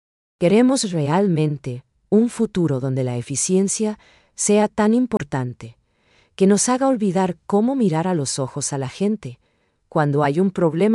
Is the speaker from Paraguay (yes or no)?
yes; Paraguay; esa calidez que nos identifica como paraguayos